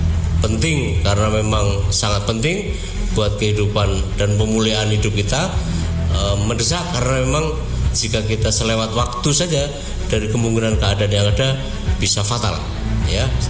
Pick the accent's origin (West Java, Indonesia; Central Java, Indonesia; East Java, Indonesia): Central Java, Indonesia; Semarang; saya sebagai warga Semarang